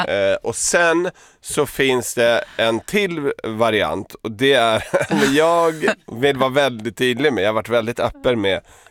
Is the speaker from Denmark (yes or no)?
no; Serbia; Men det säger ganska mycket om mig, min attityd då, som serb.